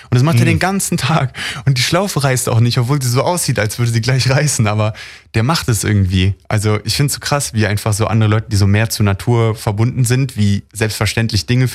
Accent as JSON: {"language": "German", "region": "Berlin", "country": "Germany", "said": "Ich komme ja auch aus Berlin und das ist so eine schnelllebige Welt, man hört immer diese Reden, immer die Autos"}